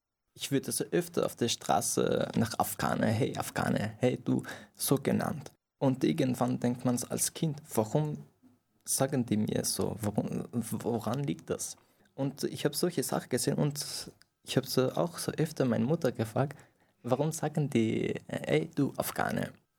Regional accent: Iran; first language Persian; German is a second language; now in Germany; Na, also ich bin im Iran geboren, aufgewachsen in einer kleinen Stadt

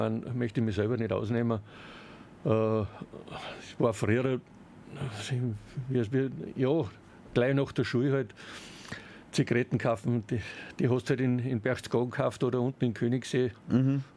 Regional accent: Golling an der Salzach, Salzburg, Austria; Ich bin direkt im Pluntatal aufgewachsen.

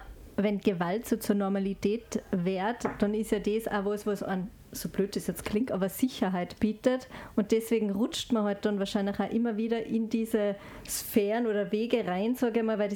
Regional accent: Salzburg, Austria; Ja, das kann ich sehr gut nachvollziehen, weil ich bin jetzt aus dem Pinzgau.

